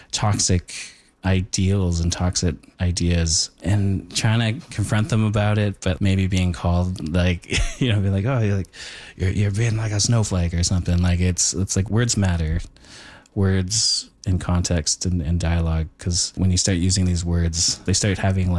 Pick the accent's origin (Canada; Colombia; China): Canada; Thunder Bay, Ontario; I grew up in the North and I can kind of see where that ends. You know, I grew up in Thunder Bay and a lot of that kind of language must be used up there and it matters.